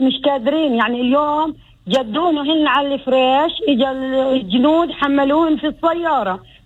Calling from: al-Mughayyir, West Bank, Palestine; انا من قريه المغير

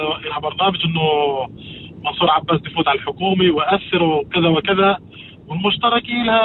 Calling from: Triangle, Israel; مستمع من المثلث.

